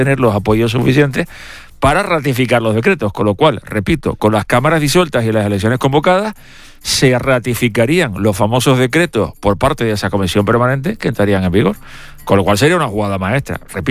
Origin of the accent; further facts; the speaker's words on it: Canary Islands, Spain; como canario y como tinerfeño